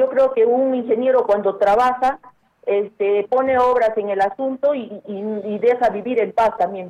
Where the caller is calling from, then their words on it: Arequipa, Peru; Soy un vecino de Mariano Melgar.